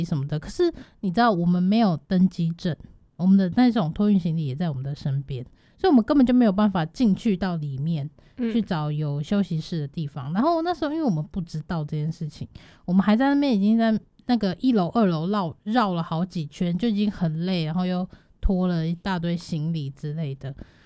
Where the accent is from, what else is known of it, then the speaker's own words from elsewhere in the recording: Taiwan; 我们是台湾人不用。